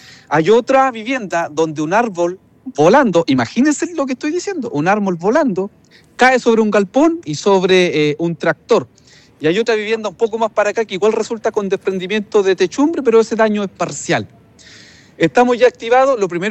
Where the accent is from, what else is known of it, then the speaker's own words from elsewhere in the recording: Chile; yo se lo digo ya no como alcalde, como vecino, como chileno común y corriente, yo no sé qué pasó.